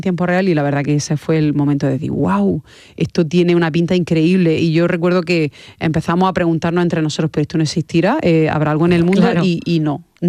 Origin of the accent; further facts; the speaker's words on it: Almería, Andalusia, Spain; había un equipo en Roquetas, que nosotros somos de Almería